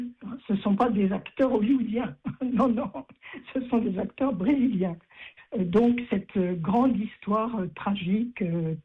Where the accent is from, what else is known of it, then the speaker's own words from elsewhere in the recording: Lyon, Auvergne-Rhône-Alpes, France; now in Dieulefit, France; je suis lyonnaise d'origine.